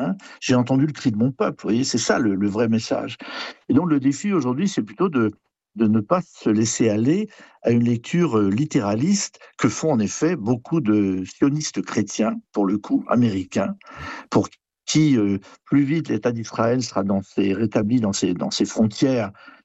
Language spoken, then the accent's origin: French; Brittany, France; born there; Moi, je suis né en Bretagne, Je suis breton